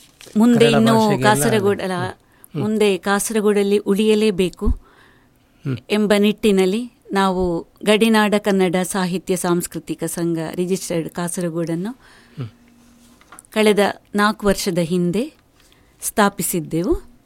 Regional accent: Kasaragod, Kerala, India; Nellikatte, ಚೂರಿಪಳದ.

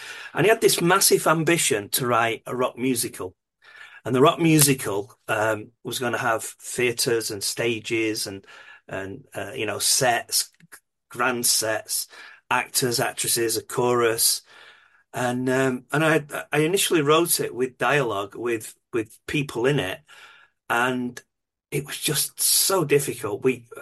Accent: Swinton, North West England, United Kingdom; I grew up in Swinton, which is t'other side of Manchester to where we are

